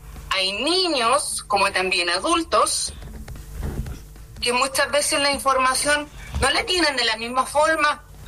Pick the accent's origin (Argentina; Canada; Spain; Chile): Chile; algunos nacimos en el norte, otros nacimos en el sur, pero seguimos siendo chilenos